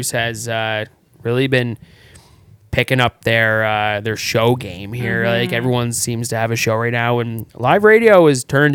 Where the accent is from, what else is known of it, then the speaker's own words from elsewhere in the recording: Saskatoon, Saskatchewan, Canada; now in Yukon, Canada; I'm also from Saskatoon.